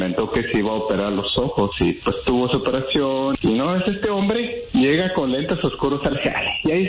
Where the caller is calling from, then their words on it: Salinas, California, United States; de la bonita ciudad de Salinas, California.